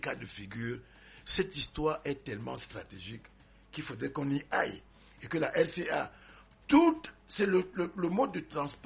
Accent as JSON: {"language": "French", "country": "Cameroon", "said": "en tant que Camerounais"}